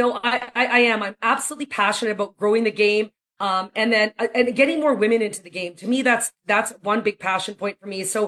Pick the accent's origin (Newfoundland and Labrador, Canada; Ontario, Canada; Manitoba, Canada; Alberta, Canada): Alberta, Canada; Calgary; This week we're so fortunate to have the Champions Tour in my hometown of Calgary, Alberta.